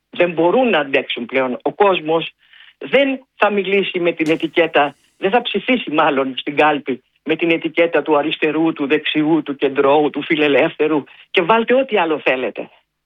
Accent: Veria, Central Macedonia, Greece; Και επειδή είμαι από τη Βέρεια, δηλαδή από την Ημαθία που είναι κοντά στα Γιαννιτσά

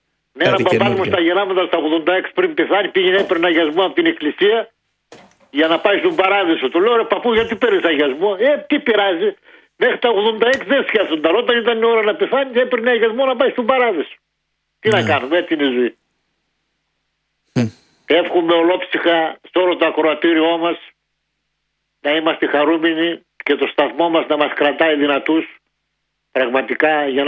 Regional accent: Drama, Eastern Macedonia and Thrace, Greece; Το μόνο καλό φέτος που έχει η πατρίδα μου, Μανώλη, και εδώ η Δράμα μας, η νεκρή Δράμα μας, στεφανένη.

